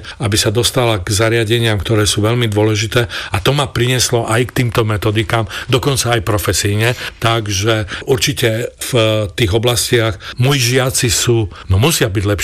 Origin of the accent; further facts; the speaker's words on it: Čemerné, Prešov Region, Slovakia; also born or lived in Bardejov; ja som sa narodil v Bardejove a potom sme sa presťahovali do Čemerného, pretože otec bol lekár